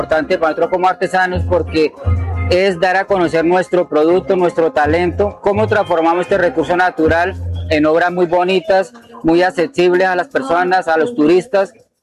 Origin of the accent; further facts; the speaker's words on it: Guamo, Tolima, Colombia; soy del Guamo, pertenezco a la Asociación Azopal Guamo.